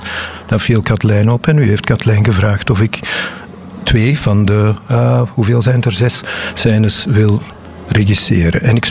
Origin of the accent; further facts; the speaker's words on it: Antwerp, Flanders, Belgium; Nee, ik weet heel weinig van de zee en van Oostende. Ik ben echt van Antwerpen, ja.